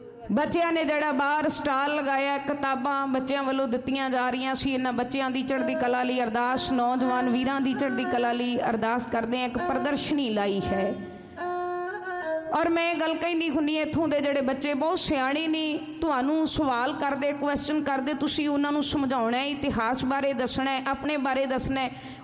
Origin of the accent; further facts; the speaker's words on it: Punjab, India; ਅਸੀਂ ਪੰਜਾਬੀ ਹਾਂ, ਅਸੀਂ ਸਿੱਖ ਹਾਂ।